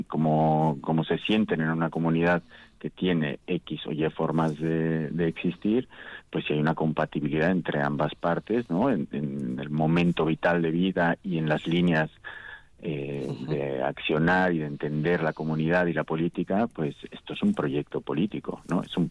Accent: Mexico; now in Vitoria, Spain; Yo llegué de México, yo soy originario de México

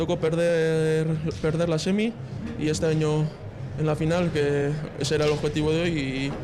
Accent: Mondragón, Basque Country, Spain; Soy de Mondragón, que es de Guipúzcoa, pero bueno, está casi pegado aquí.

